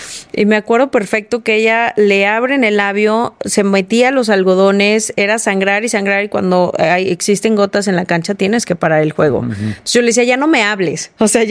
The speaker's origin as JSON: {"language": "Spanish", "region": "San Luis Potosí", "country": "Mexico", "tie": "born or raised there", "said": "yo soy originaria de San Luis Potosí y me tocó verlo entrenar ahí en la loma a Phelps"}